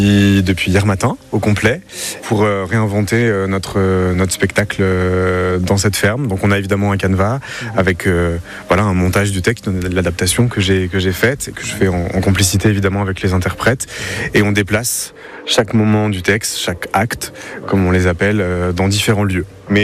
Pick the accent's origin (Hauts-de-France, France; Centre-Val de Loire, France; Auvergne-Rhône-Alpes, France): Auvergne-Rhône-Alpes, France; Valence; Je suis originaire de Valence.